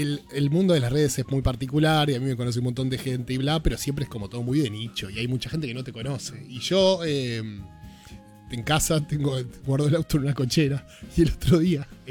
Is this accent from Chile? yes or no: no; Argentina